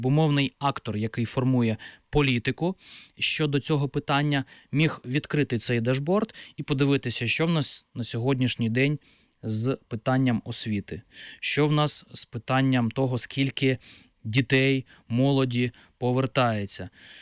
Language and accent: Ukrainian; Kurakhove, Donetsk Oblast, Ukraine; born or raised there; moved away